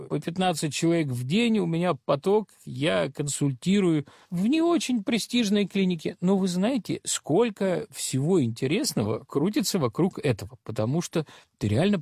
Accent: Kropyvnytskyi, Kirovohrad Oblast, Ukraine; now in Moscow, Russia; где мы там из Кировограда, и где Москва

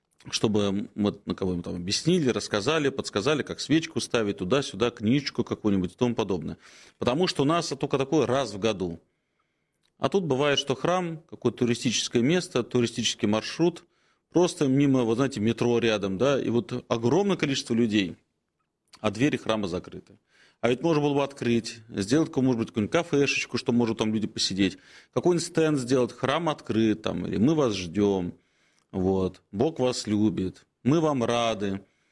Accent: Moscow, Russia; как жители Москвы, коренного причем, да, вот идешь по центру Москвы

